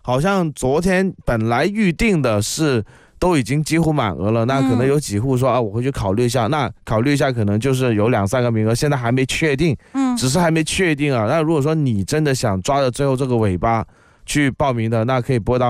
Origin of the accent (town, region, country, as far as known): Guangdong, China